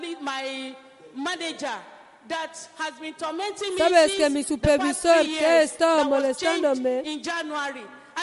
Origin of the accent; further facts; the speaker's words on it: Benue, Nigeria; I'm from Benue Central.